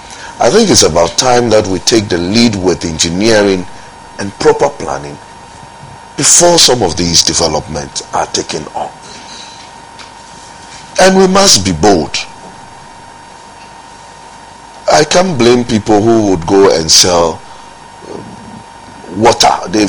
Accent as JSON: {"language": "English", "town": "Accra", "region": "Greater Accra", "country": "Ghana", "tie": "born or raised there", "said": "I grew up in Accra. I grew up in Gamashi."}